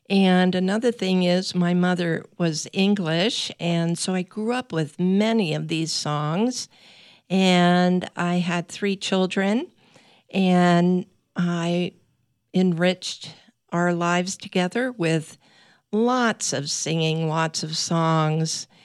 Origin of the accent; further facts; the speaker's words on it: Woodside, California, United States; moved away; I grew up in California, near Half Moon Bay, Woodside, California.